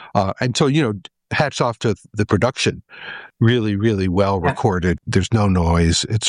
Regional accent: Vermont, United States; I'm from Vermont, so I totally know what you're talking about.

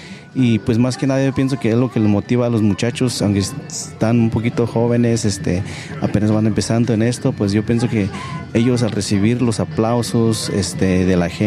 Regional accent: San Juan Mixtepec, Oaxaca, Mexico; now in United States; saludos para toda la gente allá en Oaxaca, Tlaxiaco, San Juan Mixtepec, y pues ya saben, nosotros somos los hijos de San Juan Mixtepec.

